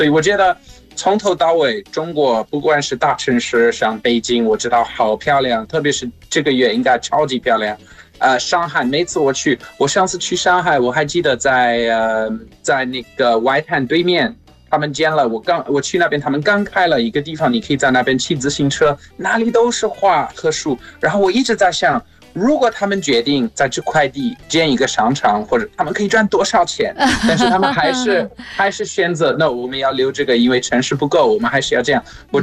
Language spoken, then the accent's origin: Chinese; South Africa; Chinese is a second language; now in China; 我觉得最搞笑是我们在南非长大，如果有草我们会在那边去野餐